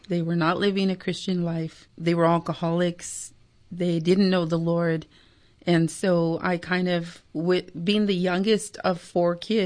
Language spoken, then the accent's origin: English; Cudahy, California, United States; We were raised in Cudahy, California, okay, and surrounded by gangs, surrounded by drugs, alcohol.